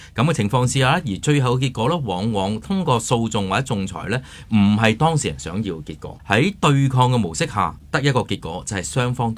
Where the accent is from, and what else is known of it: Hong Kong